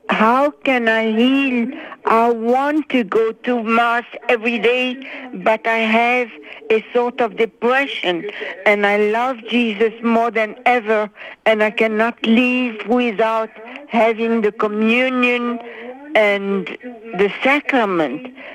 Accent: France; English is a second language; I am French.

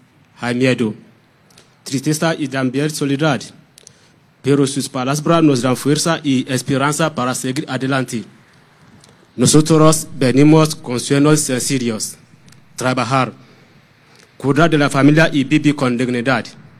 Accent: Nigeria; yo soy de Nigeria. Soy uno de los migrantes

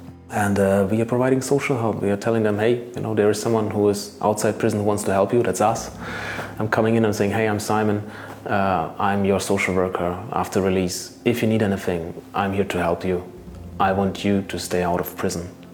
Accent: Germany; now in Lithuania; What struck me when I came to from Germany to Lithuania, that every family in Lithuania seems to have an addicted member in the family.

